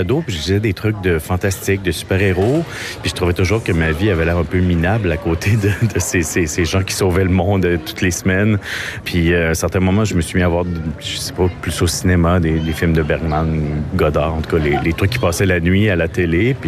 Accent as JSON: {"language": "French", "area": "Île d'Orléans", "region": "Quebec", "country": "Canada", "tie": "born or raised there", "moved": "yes", "lives_now": "Montreal, Canada"}